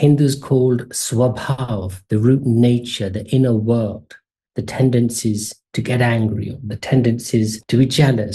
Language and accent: English; London, United Kingdom; also born or lived in Kenya; So I was born in Kenya. My family moved to England after East Africa gained its independence. And I was raised most of my life in Northwest London, where my family, although now engrossed in work and British life, wanted to maintain a Hindu culture, an Indian culture.